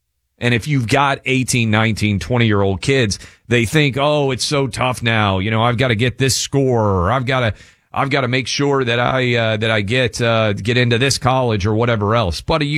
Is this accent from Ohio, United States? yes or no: no; Tennessee, United States; Shiloh, in my home state of Tennessee.